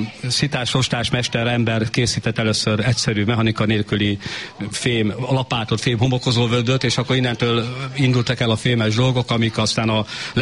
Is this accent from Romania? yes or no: no; Hungary; én faluról származom, Arásznevelről, az néphagyomány volt